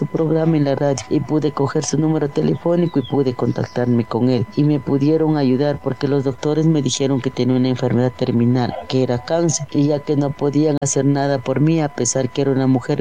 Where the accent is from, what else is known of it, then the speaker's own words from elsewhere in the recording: Calpi, Chimborazo, Ecuador; soy de Calpi, tengo 26 años y quiero dar mi testimonio.